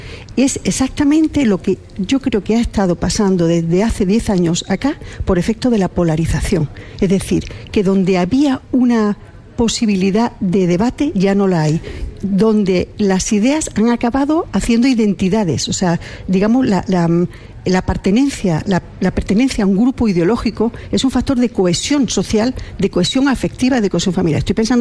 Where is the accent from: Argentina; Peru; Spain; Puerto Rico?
Spain; Ceuta; Mira, yo vengo de Ceuta. Ceuta es un sitio que ahora mismo es un escenario de una guerra del siglo XXI o de un conflicto híbrido, de un drama huma